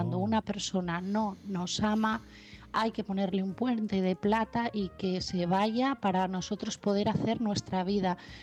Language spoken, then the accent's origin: Spanish; Asturias, Spain; de Asturias y mi mensaje esta noche es para Denis.